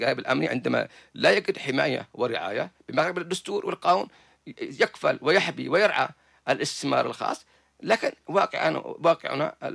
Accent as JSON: {"language": "Arabic", "country": "Yemen", "said": "عندنا في اليمن"}